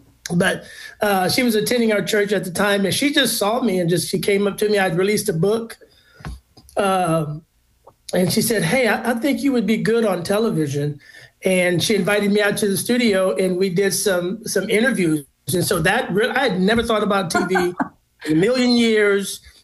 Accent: San Antonio, Texas, United States; moved away as an adult; now in Nashville, United States; And I'm originally from San Antonio, Texas.

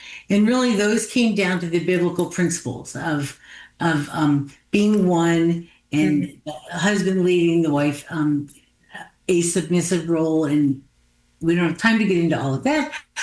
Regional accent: New Jersey, United States; now in Central Florida, United States; I was raised in New Jersey by parents who had a really strong Christian faith and a real passion for missions.

